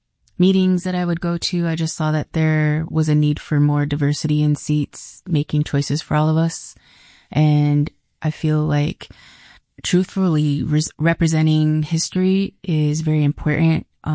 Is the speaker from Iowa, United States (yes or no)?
yes; Des Moines, Iowa, United States; also born or lived in Emmetsburg; now in Sioux City, United States; So I grew up in Des Moines. I was born in Emmitsburg. And I think I came to Sioux City like in my 20s. So I've been here ever since. We live in Morningside.